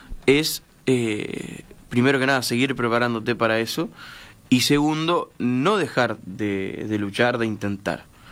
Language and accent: Spanish; Mendoza, Florida, Uruguay; Yo soy de Mendoza